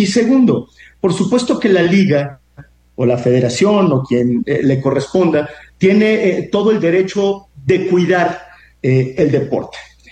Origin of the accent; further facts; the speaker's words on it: Guadalajara, Jalisco, Mexico; yo soy de Guadalajara